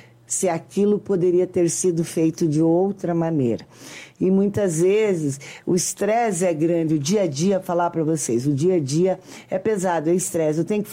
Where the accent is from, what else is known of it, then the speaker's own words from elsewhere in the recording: São José dos Pinhais, Paraná, Brazil; born there; Eu nasci, moro em São José dos Pinhais